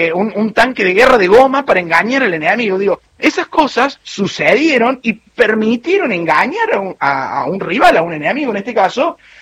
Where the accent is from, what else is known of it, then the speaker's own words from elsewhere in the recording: Córdoba, Argentina; accent: Cordoban tonada; Sí, pero que los cordobeses tenemos ahí una rapidez, ¿viste?